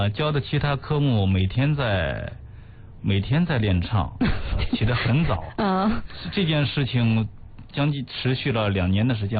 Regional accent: Zhangjiakou, Hebei, China; 回来之后就又进入市里边，就是说我的家乡张家口市。

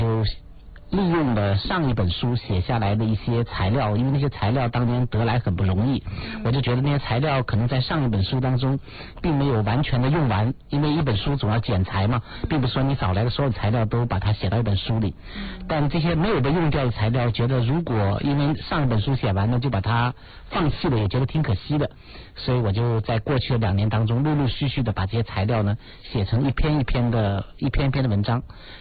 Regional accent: Wenzhou, Zhejiang, China; moved away as an adult; now in abroad; 我的老家在浙江温州

